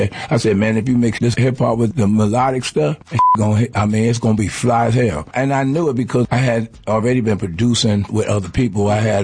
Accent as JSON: {"language": "English", "town": "New York City", "region": "New York", "country": "United States", "said": "I'm from Harlem. I'm from the streets."}